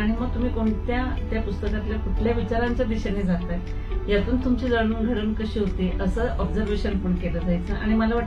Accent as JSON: {"language": "Marathi", "town": "Baramati", "region": "Maharashtra", "country": "India", "tie": "born or raised there", "moved": "yes", "said": "कोविडचा जो काळ होता त्या काळात मला जास्त माझ्या नेटिव्ह प्लेसला राहायला मिळालं म्हणजे बारामतीला म्हणा आई वडिलांकडे माझ्या सासू सासऱ्यांकडे तिथे मी राहिले."}